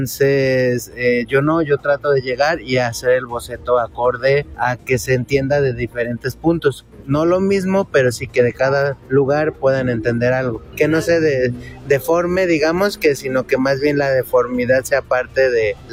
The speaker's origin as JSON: {"language": "Spanish", "town": "Guadalajara", "region": "Jalisco", "country": "Mexico", "moved": "yes", "lives_now": "Puebla, Mexico", "said": "vengo de Puebla, soy de Guadalajara, pero ahorita vengo de Puebla."}